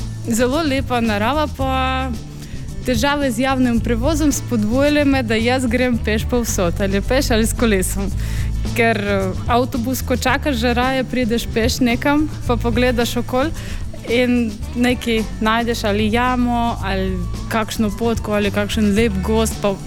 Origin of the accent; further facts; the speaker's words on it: Ukraine; Slovenian is a second language; moved away as an adult; now in Slovenia; Koliko časa sem v Sloveniji od začetka, nisem srečala Slovenca, Slovenko, ki bi mi nekaj rekel grdega zaradi tega, da sem iz Ukrajine.